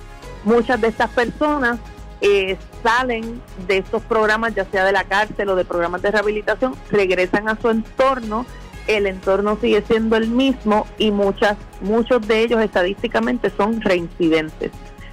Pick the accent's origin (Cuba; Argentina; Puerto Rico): Puerto Rico; Hatillo; vengo de un pueblo ganadero, ¿verdad? Yo me crié en Atillo, que es un pueblo ganadero